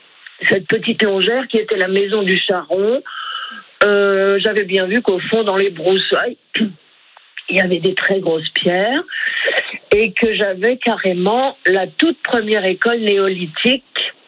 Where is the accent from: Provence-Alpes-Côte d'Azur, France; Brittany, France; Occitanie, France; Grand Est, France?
Brittany, France; Rennes; Moi, je connais les deux côtés, puisque je suis de Rennes, Saint-Malo, Dinard.